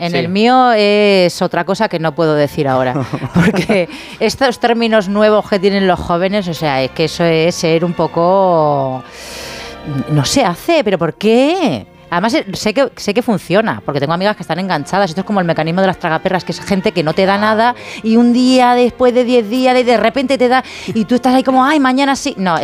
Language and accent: Spanish; Bilbao, Basque Country, Spain; Yo soy de Bilbao, de centro.